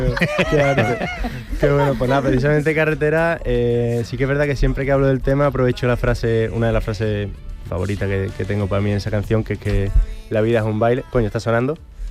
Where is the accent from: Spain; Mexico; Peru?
Spain; Seville, Andalusia; moved away as an adult; now in Madrid, Spain; Bueno, yo vivo en Madrid, soy de aquí de Sevilla, pero estoy viviendo en Madrid ya hace 4 años.